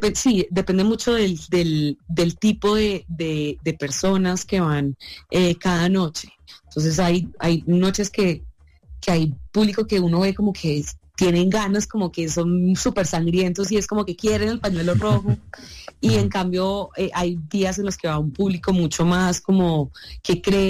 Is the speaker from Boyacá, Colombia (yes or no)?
no; Barranquilla, Atlántico, Colombia; yo soy barranquillera, pero no me identifico como, o sea, no soy de clase alta, no vengo de ahí, de esos orígenes.